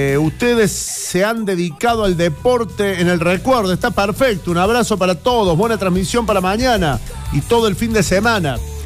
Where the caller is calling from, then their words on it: Córdoba, Argentina; Chicos, participo por el jueves pochoclero. … de Alto Alberdi, 477.